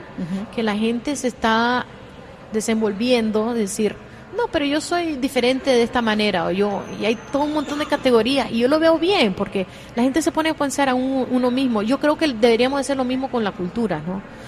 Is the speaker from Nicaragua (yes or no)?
yes; Nicaragua; país chiquito como Nicaragua, que es un país que no mucha gente conoce, pero yo siempre digo que soy de Nicaragua porque